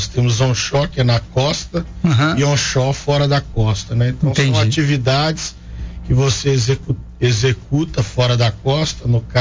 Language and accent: Portuguese; Timóteo, Minas Gerais, Brazil; moved away as an adult; Eu sou daqui, natural aqui de Timóteo, no Vale do Aço, né? Aos 18 anos eu fui morar fora para começar nas minhas primeiras obras industriais no Brasil e não parei mais, né?